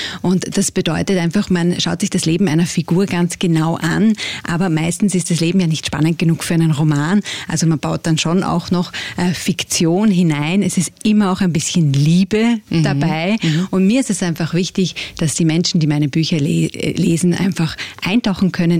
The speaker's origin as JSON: {"language": "German", "region": "Salzburg", "country": "Austria", "tie": "born there", "also_born_or_lived": "Salzkammergut / England / Vienna", "moved": "as an adult", "lives_now": "Wiener Neustadt, Austria", "said": "Also ich war lange im Salzkammergut, meine Jugend habe ich in Salzburg verbracht, Studium dann nach Wien"}